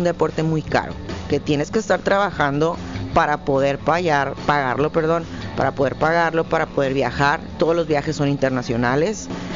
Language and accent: Spanish; Sonora, Mexico; Somos de Sonora, de hecho.